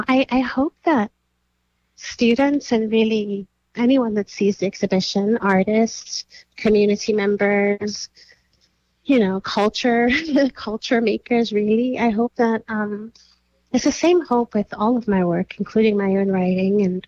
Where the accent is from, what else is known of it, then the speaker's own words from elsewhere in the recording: Lagos, Nigeria; moved away as an adult; now in Halifax, Canada; I've lived since I was 23 years old. I come from Nigeria. I was born and raised in Lagos.